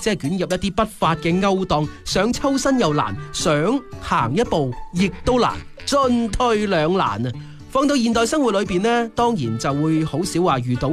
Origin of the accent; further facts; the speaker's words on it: Guangdong, China; 我哋广东人好务实、好拼搏嘅精神。